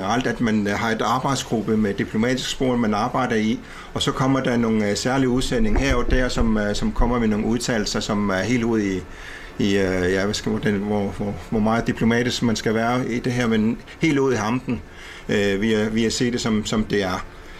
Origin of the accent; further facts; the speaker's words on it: Greenland; Vi vil ikke være amerikaner, vi vil heller ikke være danskere. Vi er grønlænder